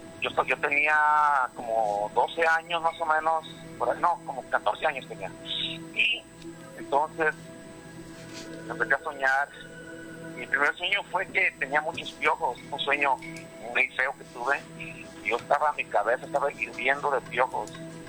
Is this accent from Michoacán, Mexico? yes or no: yes; Tacámbaro, Michoacán, Mexico; Soy originario de Michoacán, de allá de del lado de Tacámbaro, Michoacán.